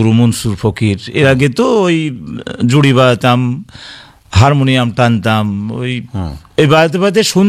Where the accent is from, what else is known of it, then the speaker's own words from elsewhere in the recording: Nadia district, West Bengal, India; এই গ্রামেই বেড়ে ওঠা।